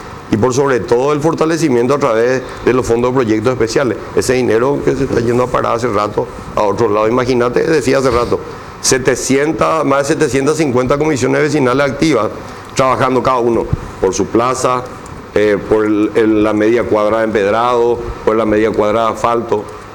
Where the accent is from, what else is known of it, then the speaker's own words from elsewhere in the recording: Asunción, Paraguay; Yo soy de Trinidad